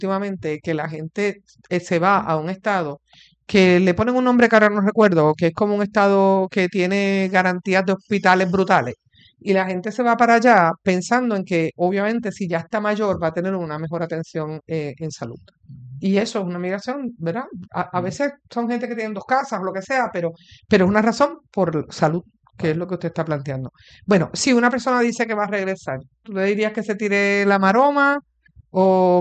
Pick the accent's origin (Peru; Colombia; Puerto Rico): Puerto Rico; situación de regreso de algunos puertorriqueños, o sea, la mía.